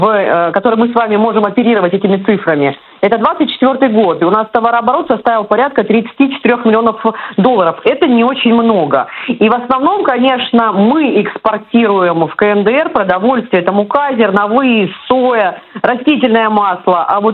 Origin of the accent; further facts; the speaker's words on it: Far East, Russia; Бизнес ждал. Я как дальневосточница вам об этом говорю.